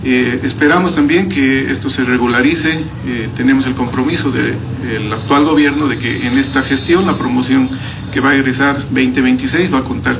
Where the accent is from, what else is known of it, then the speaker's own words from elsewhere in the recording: Bolivia; todos como bolivianos